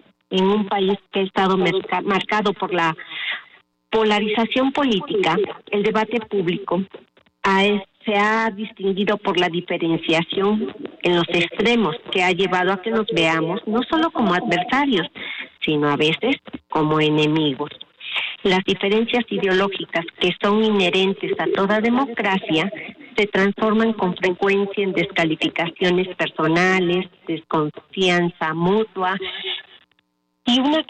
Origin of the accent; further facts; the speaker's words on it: Mexico; Como muchos mexicanos, comparto el orgullo del triunfo de nuestra selección